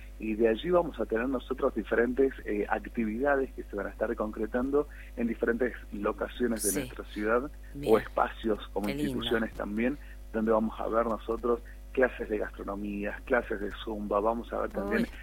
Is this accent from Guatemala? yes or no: no; Pomán, Catamarca, Argentina